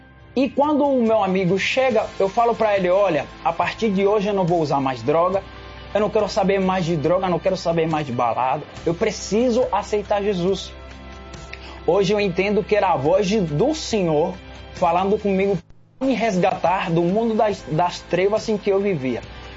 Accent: Cuba; now in Brazil; Eu vim de Cuba, eu sou cubano, nascido em Cuba, então lá é um pouco difícil porque lá a religião é diferente.

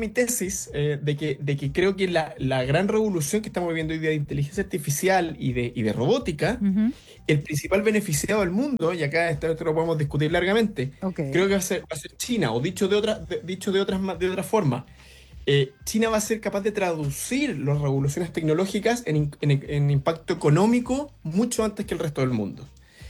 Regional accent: Chile; Yo, si soy de Chile

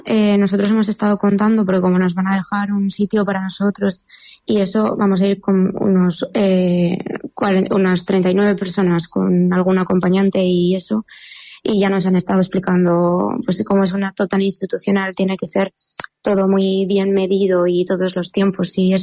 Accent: Calatayud, Aragon, Spain; siempre que salimos fuera de Aragón o a otro sitio de la comunidad de Calatayud, aunque sea cerquita, siempre llevamos a Calatayud por todo lo alto, intentamos que siempre se vea que somos de Calatayud y que todo lo que hacemos es por la ciudad.

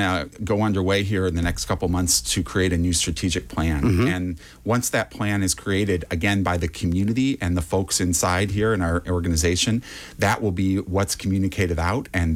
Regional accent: Toledo, Ohio, United States; I'm from Toledo, grew up in Toledo my whole life, South Toledo, actually, right down the street here from the studios. Went to Bowser High School. Mm-hmm. On to the University of Toledo, met my wife there. We decided to raise our family here in the Sylvania area

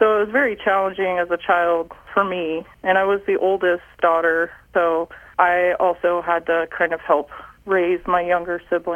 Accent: San Antonio, Texas, United States; now in Kansas, United States; I grew up in San Antonio, Texas, so very different from rural Kansas, big city.

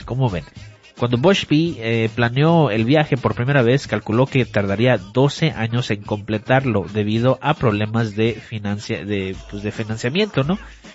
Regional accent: Monterrey, Nuevo León, Mexico; now in Omaha, United States; a Monterrey, de donde yo soy

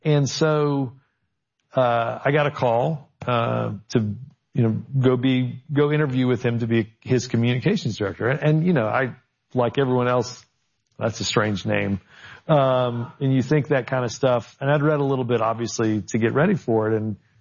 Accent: Alabama, United States; I'm from Alabama, yeah.

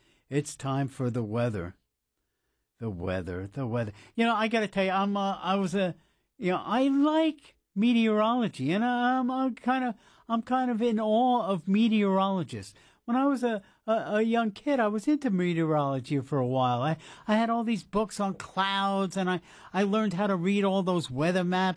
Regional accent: New Jersey, United States; moved away as an adult; now in Juneau, United States; I'm from New Jersey, actually, and I kind of miss New Jersey. It's been a few years now since I've been back

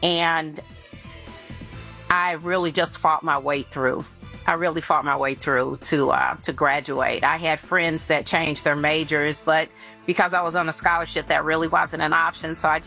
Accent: Tennessee, United States; I'm actually from Tennessee. So I went to Stratford High, which no one will know.

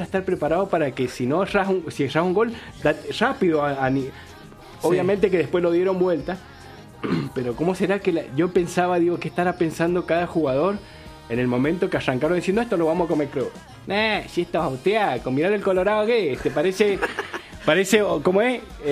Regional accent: San Juan, Argentina; Entender que vengo de San Juan.

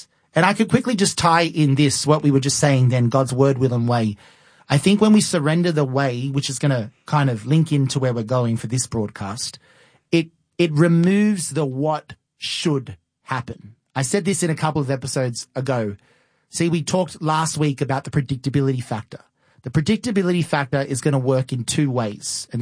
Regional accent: Australia; accent: Australian; My accent might, you know, kind of jolt this a bit because of being Australian.

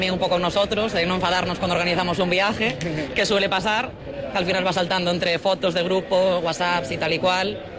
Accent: Pontevedra, Galicia, Spain; De aquí, de Pontevedra.

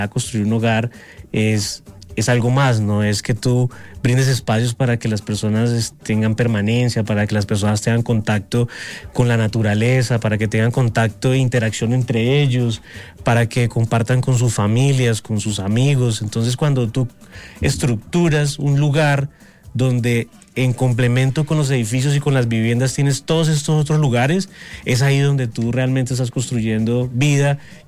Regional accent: Ibagué, Tolima, Colombia; now in Bogotá, Colombia; venimos los duros de Ibagué. Realmente, realmente sí venimos con una banderita de emprendimiento, de fortaleza empresarial acá a Bogotá.

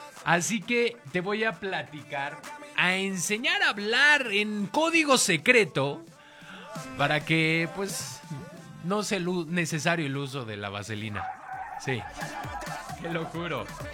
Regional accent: Mexico

